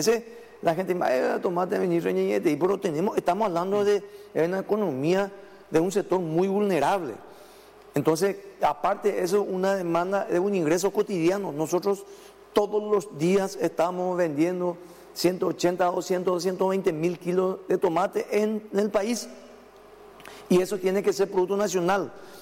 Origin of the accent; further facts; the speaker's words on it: San Pedro, Paraguay; Yo voy a hablar con propiedad porque provengo del departamento de San Pedro.